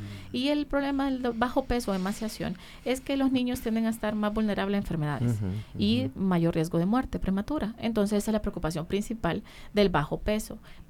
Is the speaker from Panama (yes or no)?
no; Honduras